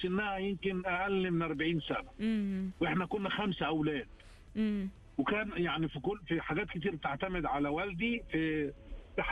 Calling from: Jeddah, Makkah Province, Saudi Arabia; بتصل من جدة.

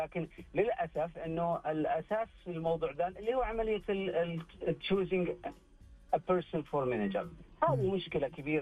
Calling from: Riyadh, Riyadh Province, Saudi Arabia; من الرياض.

